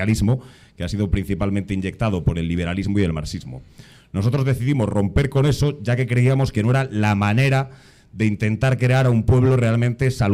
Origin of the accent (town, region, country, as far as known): Spain